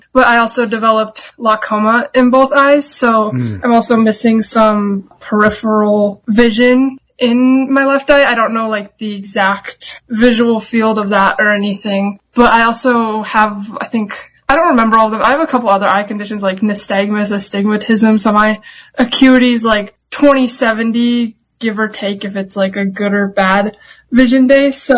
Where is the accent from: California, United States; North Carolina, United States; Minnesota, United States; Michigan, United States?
Minnesota, United States; born or raised there